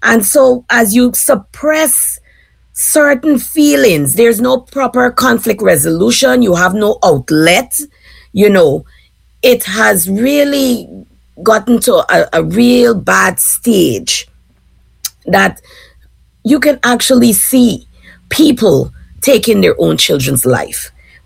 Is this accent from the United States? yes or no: no; Guyana; moved away as an adult; So I will start with the fact that I grew up in Guyana. I only migrated here approximately about 10 years.